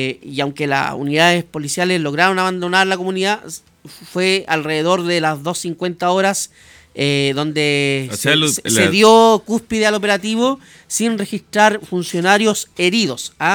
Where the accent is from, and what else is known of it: Chile